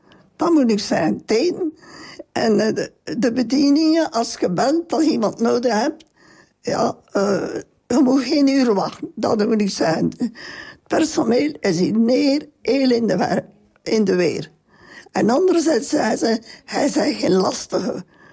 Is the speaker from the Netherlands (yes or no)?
no; Halmaal, Flanders, Belgium; Ik ben van Halmaan. En dat is maar twee dorpen verder.